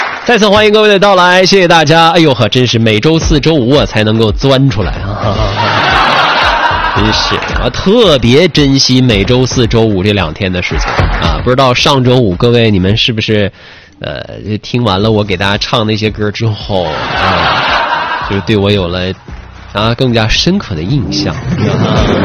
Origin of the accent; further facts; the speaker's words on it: Baicheng, Jilin, China; 我的老家啊，我是这个我出生的地方啊，是吉林省白城市啊